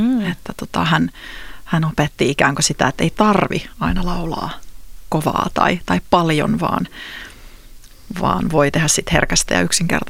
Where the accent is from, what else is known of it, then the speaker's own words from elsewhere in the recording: Tornio, Lapland, Finland; accent: Tornio dialect; moved away as an adult; also born or lived in Helsinki / New York; kun mä muutin Torniosta Helsinkiin 18-vuotiaana, niin mulle sanottiin, että älä sit … spiikkaa hirveästi keikoilla, kun sulla on toi murre